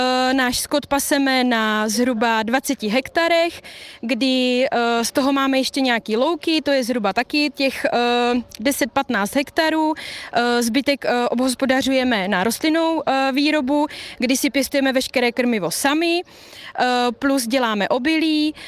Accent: South Moravian Region, Czechia; já jsem kousek od Blanska, máme farmu na kraji Moravského krasu

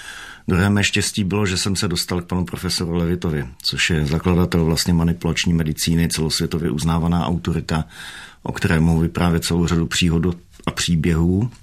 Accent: Tábor, South Bohemian Region, Czechia; zatímco dítě v Táboře mohlo vesele běhat, mohlo vesele lozit na stromy, mohlo vesele dovádět s klukovskou partou. Je to hezké město.

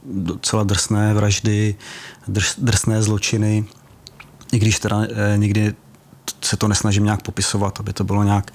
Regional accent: Horní Stropnice, South Bohemian Region, Czechia; Já jsem rodilý Jihočech.

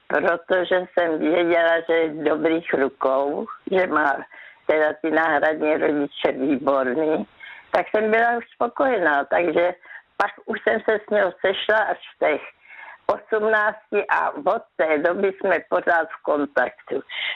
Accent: Brno, South Moravian Region, Czechia; Ne, já jsem byla z Brna

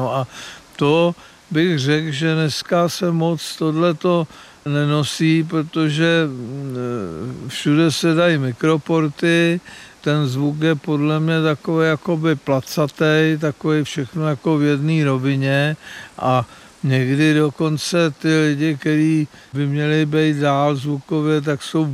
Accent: Strakonice, South Bohemian Region, Czechia; Já jsem se narodil ve Strakonicích, tam byly dvě kina, Kino Svět a Kino Oko.

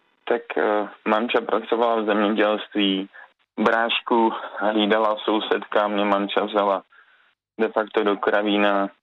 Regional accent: Děčín, Ústí nad Labem Region, Czechia; born there

